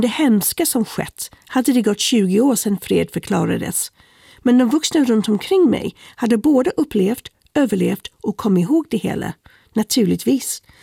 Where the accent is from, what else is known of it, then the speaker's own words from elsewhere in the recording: North West England, United Kingdom; moved away as an adult; now in Stockholm, Sweden; från stan till en by på landet. Där växte jag upp, som stolt britt mitt emellan Manchester och Liverpool med släktingar i bägge städerna och hela 4 av Englands mest kända fotbollslag inom en halvtimmes bilfärd.